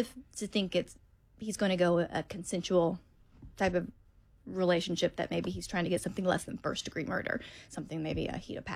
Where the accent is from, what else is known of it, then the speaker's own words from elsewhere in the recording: Arkansas, United States; I grew up in Arkansas, so we're not surrounded by water.